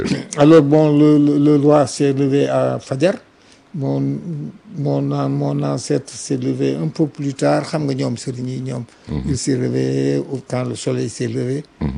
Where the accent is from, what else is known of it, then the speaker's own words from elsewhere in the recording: Saint-Louis, Senegal; Je suis originaire du Fouta Toro, et plus précisément du département de Podor. Je ne suis pas natif de Podorville.